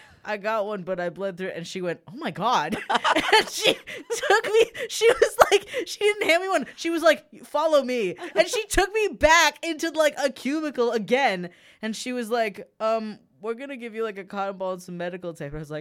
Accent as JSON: {"language": "English", "country": "Canada", "said": "Because what else are you doing? I'm Canadian."}